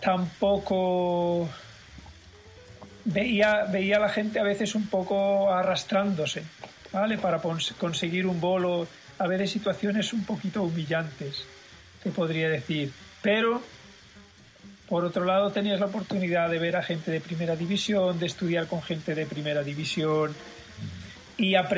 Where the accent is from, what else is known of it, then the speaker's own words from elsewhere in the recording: Vigo, Galicia, Spain; moved away as an adult; also born or lived in Santiago de Compostela; now in Barcelona, Spain; Entonces, dicho esto, yo nací en Vigo en el año 1970, en una familia de no músicos